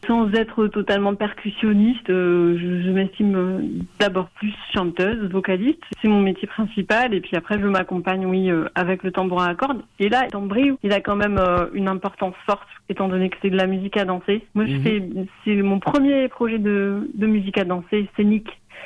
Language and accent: French; Nouvelle-Aquitaine, France; Parce que moi, comme j'ai grandi au Pays Basque, donc qui n'est pas du tout loin de l'Occitanie.